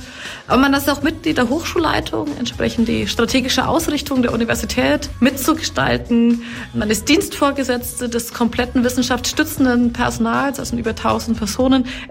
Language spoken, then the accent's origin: German; Kulmbach, Bavaria, Germany; moved away; Ich bin in Kulmbach geboren, aufgewachsen, war dann für einige Jahre weg